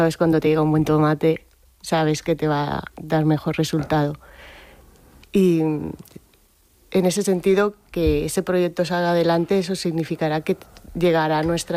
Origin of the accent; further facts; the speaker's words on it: Corbera de Llobregat, Catalonia, Spain; moved away as an adult; also born or lived in Edinburgh; yo soy de Corbera y Llobregat.